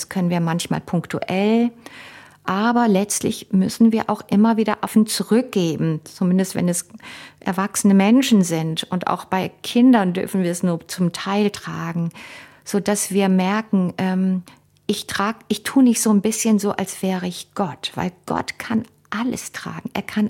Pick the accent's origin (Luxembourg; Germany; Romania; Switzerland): Germany; Cologne, North Rhine-Westphalia; Ja, zum Beispiel für mich als Kind in Köln aufgewachsen, der Karneval, dass ich als Kind mich nicht verkleiden durfte, weil das war verpönt.